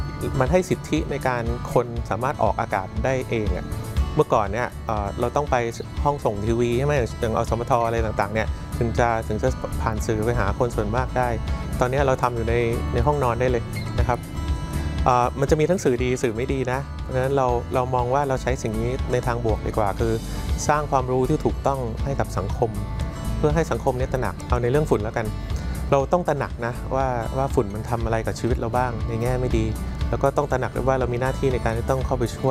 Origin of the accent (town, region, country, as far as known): Bangkok, Thailand